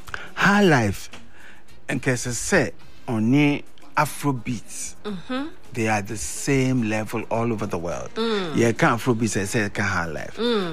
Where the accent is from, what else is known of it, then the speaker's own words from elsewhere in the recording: Zimbabwe; I'm a kind of fan, I'm from Zimbabwe.